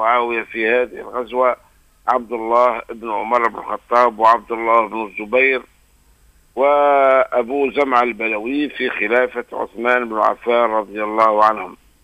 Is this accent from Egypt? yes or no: no; Kairouan, Kairouan Governorate, Tunisia